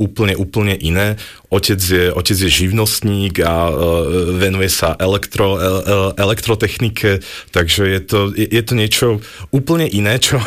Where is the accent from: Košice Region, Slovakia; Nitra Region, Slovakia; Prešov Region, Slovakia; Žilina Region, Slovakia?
Košice Region, Slovakia; Košice; now in Bratislava, Slovakia; pochádzam z východného Slovenska, konkrétne z Košíc a okolia.